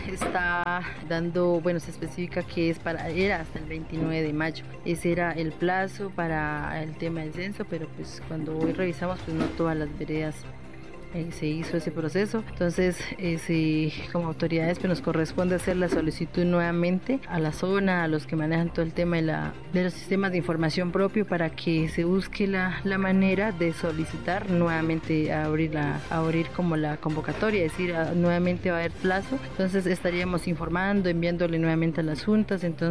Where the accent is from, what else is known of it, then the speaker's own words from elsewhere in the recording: Colombia; Nosotros por derecho lo merecemos por ser colombianos, somos pueblos indígenas, pero somos colombianos y tenemos los mismos derechos que cualquier otros colombianos.